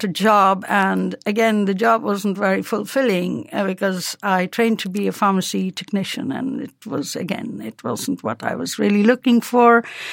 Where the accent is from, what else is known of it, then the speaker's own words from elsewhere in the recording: India; English is a second language; moved away as an adult; also born or lived in London; now in Carlow, Ireland; I was just about 20 years old, a few months over 20, and decided that India was getting a little bit too boring.